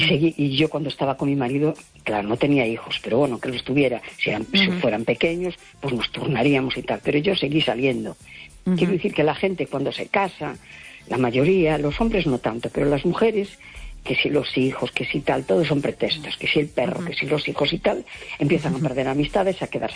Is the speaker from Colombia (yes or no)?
no; A Coruña, Galicia, Spain; Hola, buenas noches. … de La Coruña.